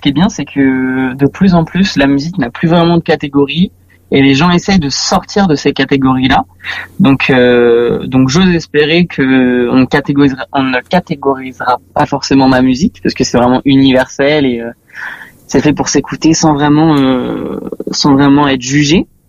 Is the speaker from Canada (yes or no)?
no; Tremblay-en-France, Île-de-France, France; parce que moi je viens de Tremblay en France. C'était la plus grande salle de ma ville